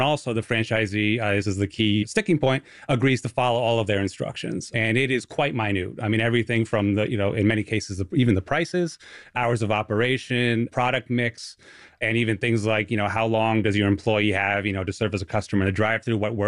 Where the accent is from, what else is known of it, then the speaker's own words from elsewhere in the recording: New England, United States; I'm from New England, so Dunkin' Donuts is our big chain.